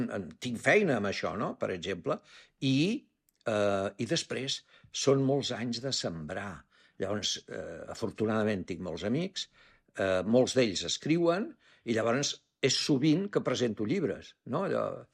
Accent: Barcelona, Catalonia, Spain; now in Ibiza, Spain; Jo ja porto més anys aquí que a Barcelona. Llavors, clar, tinc les arrels a Barcelona i m'estimo Barcelona.

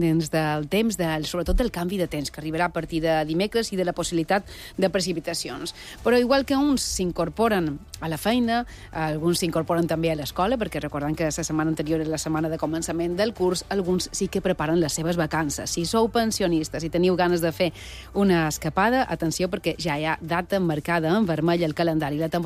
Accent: Balearic Islands, Spain; Jo, com a bona mallorquina tradicional, de moment l'he amagat, eh?

